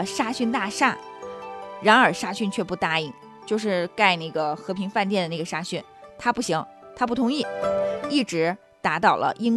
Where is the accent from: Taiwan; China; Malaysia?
China; 我们中国人